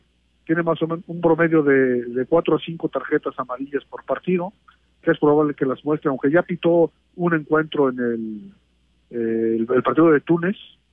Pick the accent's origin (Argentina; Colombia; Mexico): Mexico